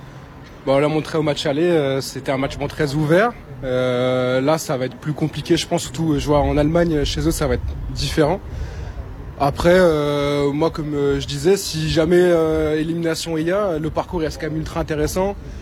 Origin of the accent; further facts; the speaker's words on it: France; Bon, même si on est français, ça fait quand même du mal qu'il soit contre le PSG ce soir.